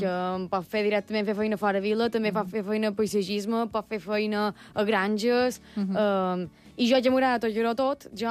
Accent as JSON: {"language": "Catalan", "town": "Manacor", "region": "Balearic Islands", "country": "Spain", "said": "De Manacor, crec que se nota."}